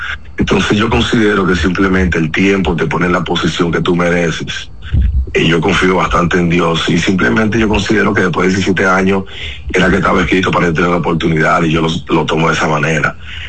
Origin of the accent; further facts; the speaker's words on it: Dominican Republic; como decimos, como un dominicano